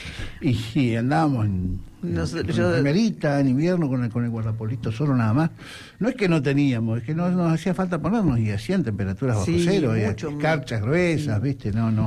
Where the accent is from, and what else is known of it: Argentina